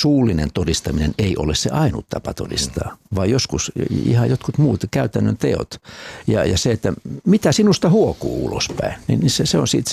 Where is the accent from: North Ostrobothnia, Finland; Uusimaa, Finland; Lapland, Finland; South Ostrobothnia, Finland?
South Ostrobothnia, Finland; born there; siellä mun omilla synnyin sijoilla Etelä-Pohjanmaalla, miten siellä herätysliikkeet on muokanneet sitä ihan paikallisseurakuntaelämää